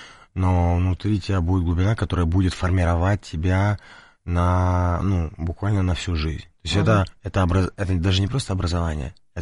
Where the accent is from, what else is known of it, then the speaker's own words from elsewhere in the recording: Moscow, Russia; born there; Мы сами родились в Москве, на Бабушкинской.